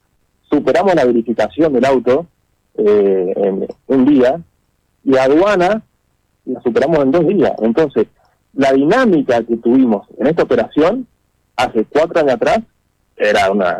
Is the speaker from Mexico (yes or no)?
no; Argentina; entonces eso me llena de orgullo a mí como argentino.